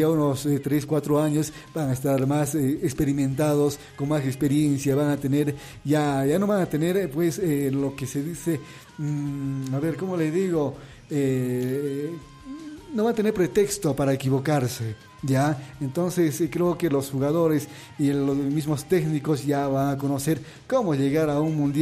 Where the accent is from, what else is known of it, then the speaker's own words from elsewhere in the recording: Bolivia; todo lo que nosotros tenemos como, como bolivianos